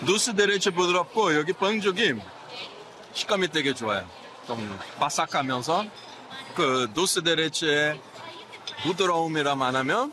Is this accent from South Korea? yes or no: no; Brazil; born or raised there; moved away